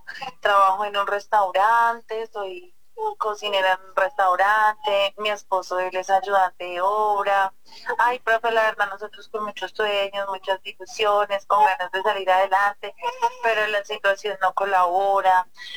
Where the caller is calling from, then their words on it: Bogotá, Bogotá D.C., Colombia; Desde Bogotá, del barrio Moravia.